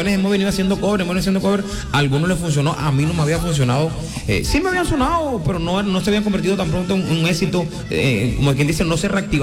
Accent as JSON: {"language": "Spanish", "town": "Maicao", "region": "La Guajira", "country": "Colombia", "said": "es mi tierra Guajira. No soy de Fonseca, soy de Maicao, pero soy guajiro"}